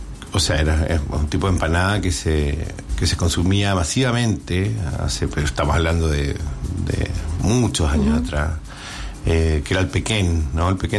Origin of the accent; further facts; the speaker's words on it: San Fernando, O'Higgins, Chile; yo que soy de San Fernando, que puede ser una zona que tú dirías que efectivamente tiene una serie de tradiciones muy arraigadas